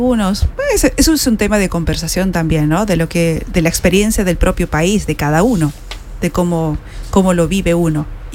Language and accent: Spanish; Argentina; Yo soy de Argentina, por eso levanto la mano, pero dijo yo.